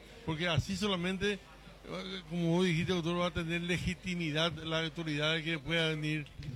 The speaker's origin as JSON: {"language": "Spanish", "country": "Paraguay"}